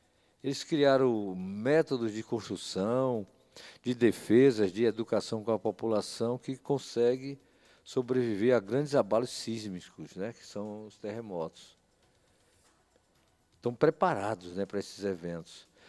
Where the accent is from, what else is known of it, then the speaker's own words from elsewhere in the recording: Brazil; nossa solidariedade como brasileiros